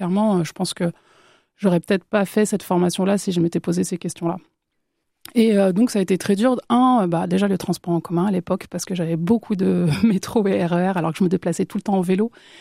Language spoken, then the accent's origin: French; Barcelona, Catalonia, Spain; Alors, il faut savoir que moi, j'ai grandi à Barcelone. Donc, le décalage Barcelone-Orléans, il a été un petit peu dur pour moi.